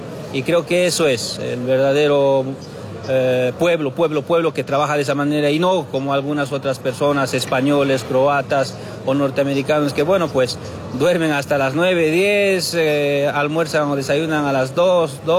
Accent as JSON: {"language": "Spanish", "country": "Bolivia"}